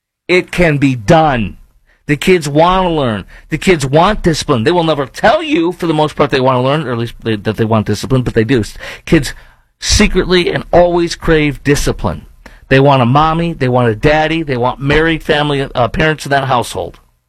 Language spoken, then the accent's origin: English; Chicago, Illinois, United States; moved away; I film in Chicago regularly, in my hometown